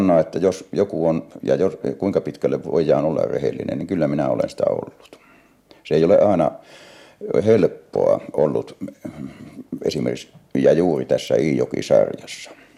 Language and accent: Finnish; North Ostrobothnia, Finland; born there